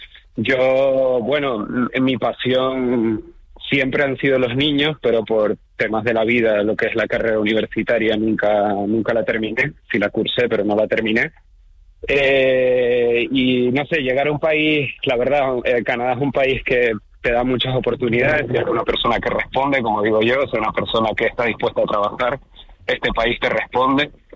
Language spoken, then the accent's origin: Spanish; Canary Islands, Spain; yo soy una persona muy muy de mi tierra, muy de Tenerife, y pues no lo daba, porque yo era muy feliz en mi islita